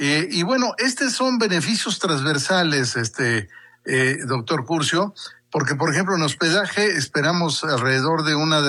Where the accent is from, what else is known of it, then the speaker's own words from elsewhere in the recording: Mexico; lo que realmente somos los mexicanos